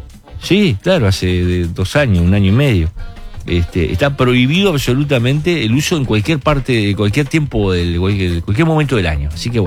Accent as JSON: {"language": "Spanish", "town": "Trinidad", "region": "Flores", "country": "Uruguay", "tie": "born or raised there", "moved": "yes", "said": "me pasa en mi pueblo, que mi pueblo es Flores, ¿no? De Trinidad"}